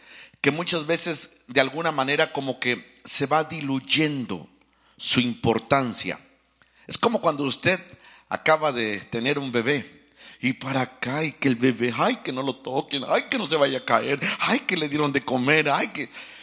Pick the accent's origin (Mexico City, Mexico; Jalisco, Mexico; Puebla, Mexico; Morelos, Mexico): Puebla, Mexico; Izúcar de Matamoros; moved away; also born or lived in La Peña Colorada, Puebla / Norcross, Georgia; me llevaron a la ciudad, que no es una gran ciudad, que diga usted que qué bárbaro, pero es una ciudad. Se llama Izúcar de Matamoros. Ahí me crié.